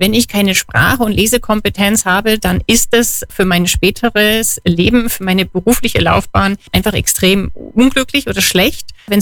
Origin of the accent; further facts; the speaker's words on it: Memmingen, Bavaria, Germany; das hat mich so geprägt, dass ich dann mit dem Konzept wieder zurück nach Memmingen gekommen bin, meine Heimatstadt